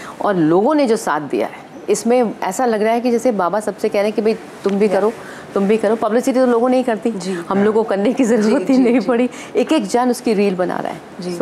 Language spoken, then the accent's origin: Hindi; Lucknow, Uttar Pradesh, India; वो भी लखनऊ से है, मैं भी लखनऊ से हूँ, शोभना भी लखनऊ से है.